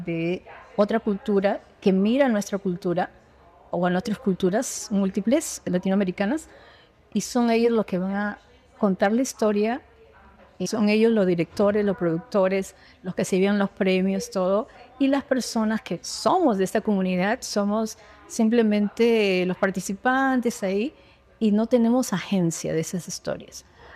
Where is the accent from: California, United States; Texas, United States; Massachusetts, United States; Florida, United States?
California, United States; En San Francisco Bay Area, de donde vengo, están por aquí, por allá, y hay una comunidad fragmentada.